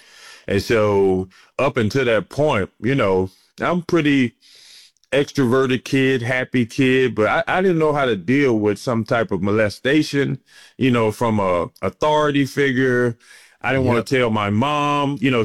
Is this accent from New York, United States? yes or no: no; Alexandria, Louisiana, United States; also born or lived in Maine; So I end up growing up in Alexandria, but I'm actually from Maine, but I don't want to lose my street credibility.